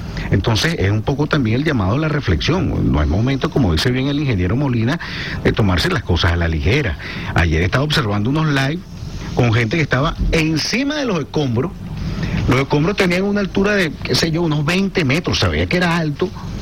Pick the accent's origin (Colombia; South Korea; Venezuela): Venezuela; y así somos los venezolanos